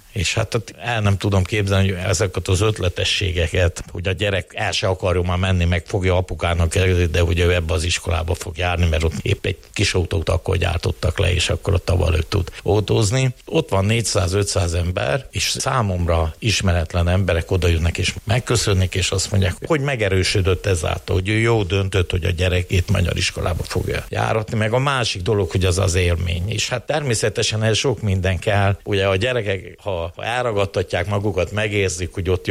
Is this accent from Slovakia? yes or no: yes; Slovakia; állítom felvidéki magyarként